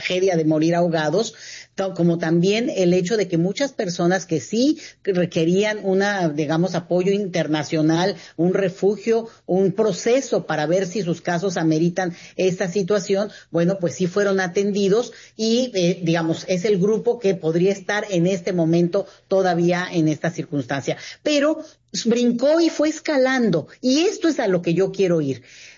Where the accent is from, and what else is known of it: Mexico